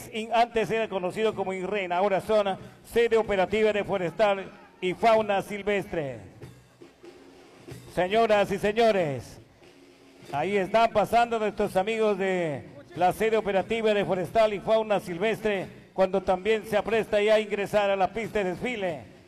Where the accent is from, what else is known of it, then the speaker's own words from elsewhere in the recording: Peru; soy peruano de sangre y hueso